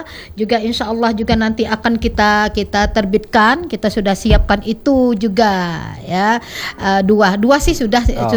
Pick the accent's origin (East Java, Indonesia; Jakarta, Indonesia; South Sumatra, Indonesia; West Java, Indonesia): South Sumatra, Indonesia; Palembang; jadi kita tetap harus mempertahankan jati diri kita sebagai orang Palembang pastinya.